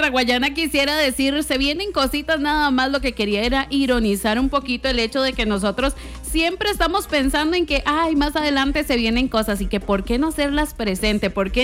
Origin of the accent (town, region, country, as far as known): Costa Rica